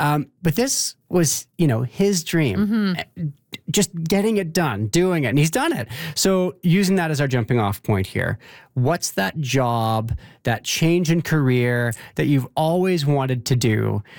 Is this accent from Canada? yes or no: yes; Victoria, British Columbia, Canada; Because I grew up in Victoria, and there are a lot of old buildings there with the copper roofs.